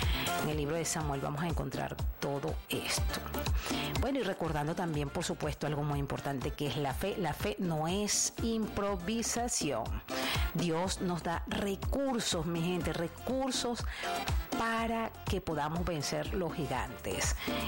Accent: Lara, Venezuela; moved away; del estado Lara, mi tierra natal.

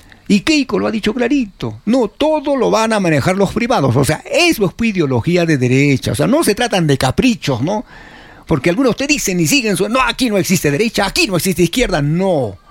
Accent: Peru

